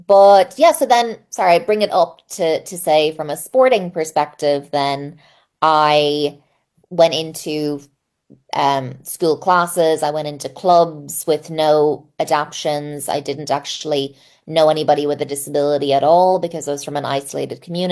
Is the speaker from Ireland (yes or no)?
yes; Ireland; I grew up in the 90s in Ireland. I'm the oldest child. I'm the oldest grandchild. I'm an oldest daughter.